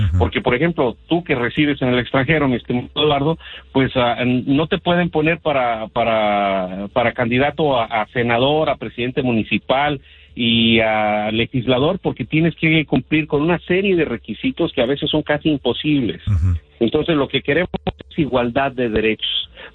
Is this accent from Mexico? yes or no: yes; Mexico; now in United States; solamente trátame como mexicano o mexicano que soy, porque también pago impuestos en México.